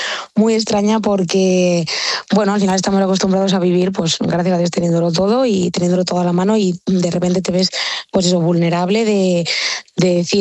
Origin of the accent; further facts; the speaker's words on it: Robledo de Chavela, Community of Madrid, Spain; also born or lived in Colmenar del Arroyo; en mi caso yo soy mitad de Robledo y mitad de Colmenar